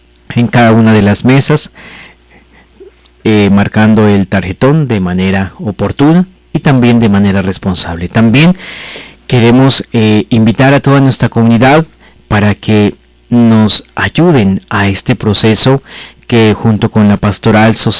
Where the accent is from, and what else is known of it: Colombia